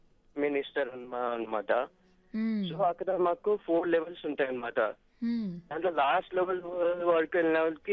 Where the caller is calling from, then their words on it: Hyderabad, Telangana, India; నేను హైదరాబాద్ నుంచి.